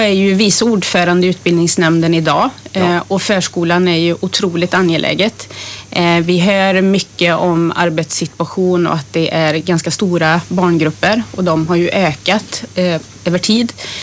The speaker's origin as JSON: {"language": "Swedish", "town": "Trollhättan", "region": "Västra Götaland County", "country": "Sweden", "tie": "born or raised there", "said": "Jag är 47 år gammal och inbiten Trollhättebo. Jag är född och uppvuxen på Läxtorp"}